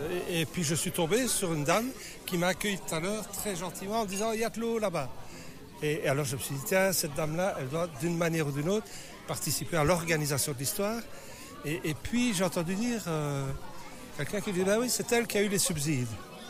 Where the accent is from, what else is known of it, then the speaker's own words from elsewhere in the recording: Liège, Wallonia, Belgium; now in Gaume, Belgium; Moi, je viens de Liège